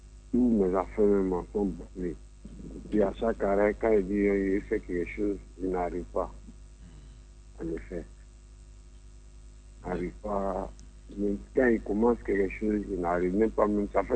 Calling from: Abidjan, Côte d’Ivoire; Moi, j'appelle de Yabit Angré.

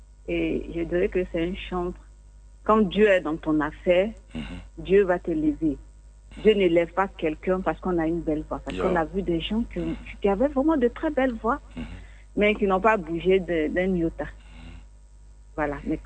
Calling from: Yopougon, Abidjan, Côte d’Ivoire; je suis à Yopougon

